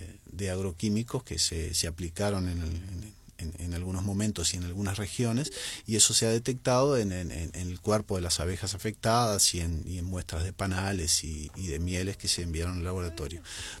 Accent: Uruguay; los costos que tenemos en Uruguay

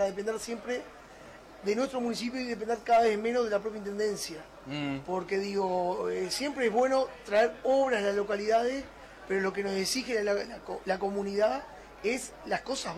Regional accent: San Bautista, Canelones, Uruguay; De nuestra localidad allá de San Bautista.

